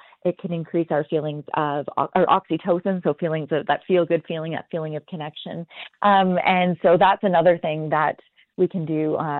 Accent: London, United Kingdom; now in Toronto, Canada; I'm from London and I live in Toronto now.

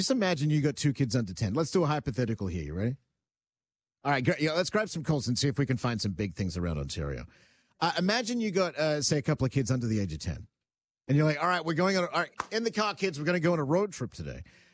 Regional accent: Queensland, Australia; I grew up near the Big Pineapple in Queensland, which is exactly what you th

